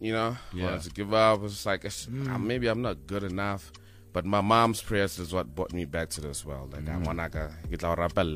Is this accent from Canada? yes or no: no; Dennilton, Mpumalanga, South Africa; English is a second language; No, I'm actually from Denelton and Mpumalanga, but you know, Bedi people out there in Limpopo.